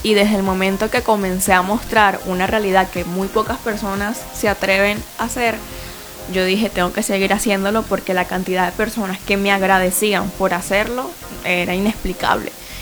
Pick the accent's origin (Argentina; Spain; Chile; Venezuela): Venezuela; Guatire, Miranda; Y además que soy guatireña. Como estábamos hablando hace rato, todos piensan que soy de Caracas. No, soy de Guatire.